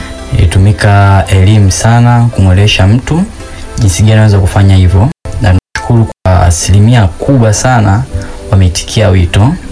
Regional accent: Bonyokwa, Dar es Salaam, Tanzania; lakini kwa mifumo ya kule kwetu Bonyokwa wameona huu ndio mfumo sahihi wa kufanyika kutokana na mandhari ya kule. Najua Bonyokwa ni mandhari ya milima panda shuka

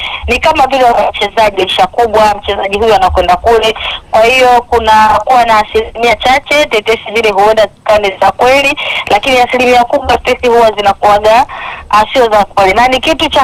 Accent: Iringa, Tanzania; Iringa kijijini kwetu pale Detero

